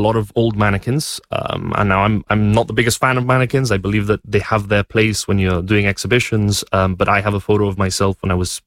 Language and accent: English; Gibraltar; It's a site that I think speaks very much to the birth of our nation as a British nation.